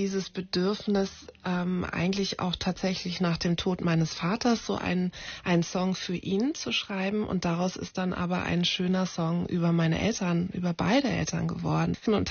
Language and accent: German; Germany; born there; Ich bin eben hier in Deutschland geboren, habe dort gelebt und bin ja dann eben wieder hierher gekommen.